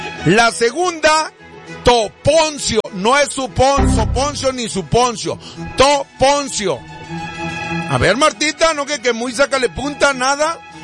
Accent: Mexico

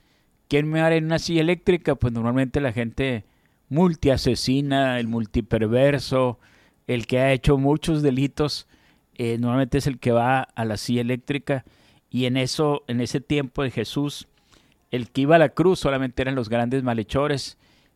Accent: Mexico; pues somos mexicanos y agradecemos a Dios vivir en un país libre.

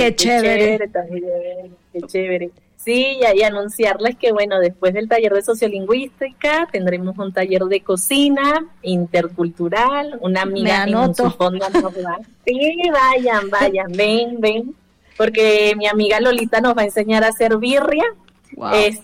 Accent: Guadalajara, Jalisco, Mexico; yo no sabía eso de acá, de Guadalajara, y yo soy tapatía

